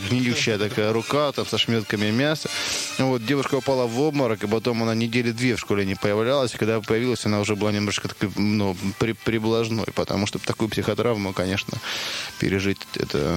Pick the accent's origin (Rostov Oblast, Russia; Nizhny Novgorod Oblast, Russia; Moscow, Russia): Rostov Oblast, Russia; Belaya Kalitva; одна совершенно чудовищная история произошла в городе Белая Калитва, откуда я родом, в средней школе номер 3, когда я учился в 6 классе.